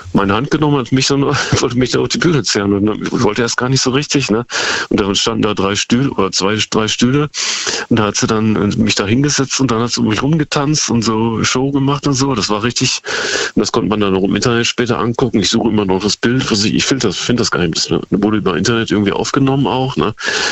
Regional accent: Osnabrück, Lower Saxony, Germany; Das war nur, wo ich in Osnabrück, meine Heimatstadt, gewohnt hatte, bei meinem Vater, der hat da noch gelebt.

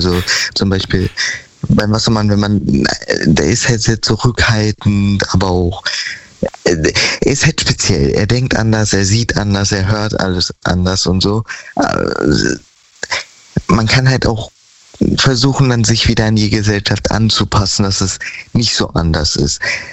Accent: Mainz, Rhineland-Palatinate, Germany; Immer noch aus Mainz.

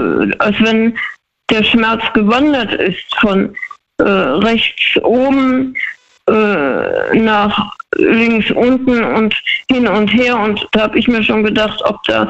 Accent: Freiburg, Baden-Württemberg, Germany; Freiburg, kurz gesagt.

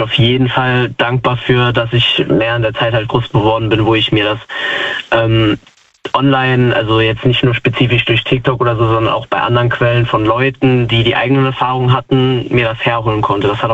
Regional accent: Falscheid, Saarland, Germany; Also ich komme aus Falscheid, aus dem Saarland.

